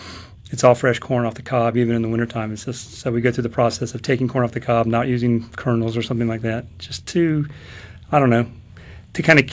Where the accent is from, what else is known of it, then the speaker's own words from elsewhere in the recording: California, United States; now in Mississippi, United States; I was born and raised in California.